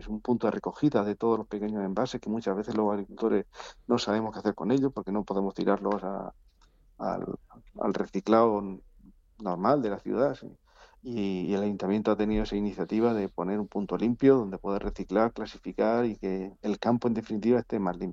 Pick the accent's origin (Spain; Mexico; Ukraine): Spain; Orihuela, Valencian Community; Yo soy de la Vega Baja, de Orihuela